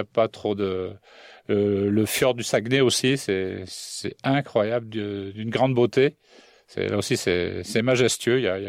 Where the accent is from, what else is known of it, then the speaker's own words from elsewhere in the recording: Southern France, France; born there; moved away; j'ai fait des études d'espagnol en France. Donc, l'espagnol, c'était ma deuxième langue. J'habitais dans le sud de la France. Et notre patois, c'était, il y avait beaucoup de mots espagnols.